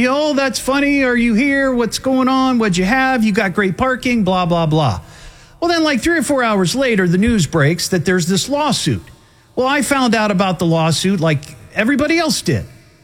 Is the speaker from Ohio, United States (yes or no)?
yes; Beavercreek, Ohio, United States; the Beavers Mini Mart in Beaver Creek, my hometown right there. Corner of Haynes and Lance Road, spent many a quarter playing their Pac-Man machine when I was a youngster.